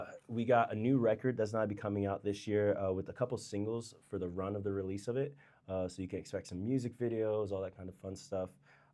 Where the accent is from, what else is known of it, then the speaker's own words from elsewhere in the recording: Georgia, United States; I grew up on a lot of Motown, a lot of soul music growing up in Georgia.